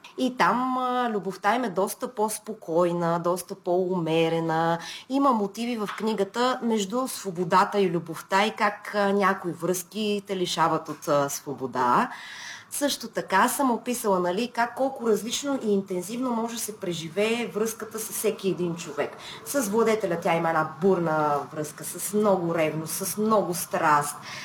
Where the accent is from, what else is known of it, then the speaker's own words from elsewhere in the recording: Sofia, Sofia City, Bulgaria; born there; И в София живея в момента. Родена съм в София, малко прекарах време.